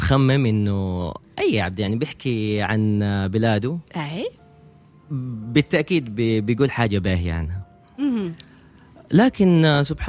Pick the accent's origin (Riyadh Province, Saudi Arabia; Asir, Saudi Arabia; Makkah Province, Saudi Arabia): Makkah Province, Saudi Arabia; Jeddah; أنا نشأت في السعودية تحديدا في منطقة مكة وجدة يعني أوكي. المنطقة الغربية هي منطقة الحجاز